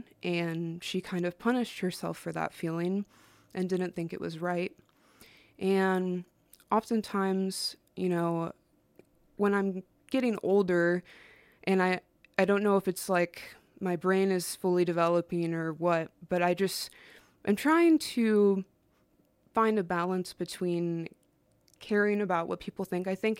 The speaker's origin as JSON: {"language": "English", "town": "Joplin", "region": "Missouri", "country": "United States", "said": "I'm actually from Joplin, Missouri."}